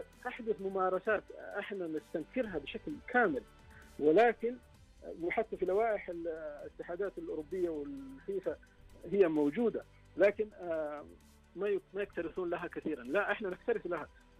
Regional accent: Saudi Arabia; لأن إحنا سعودية في المبادئ، سعودية في القيم

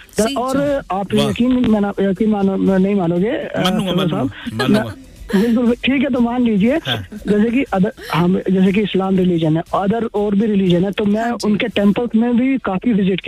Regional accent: Okhla, Delhi, India; मैं उधर से हूँ, ओखला शाहीनबाग पास में है.

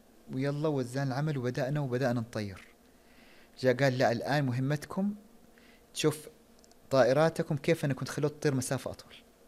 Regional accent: Saudi Arabia; moved away; قلت له من السعوديه.

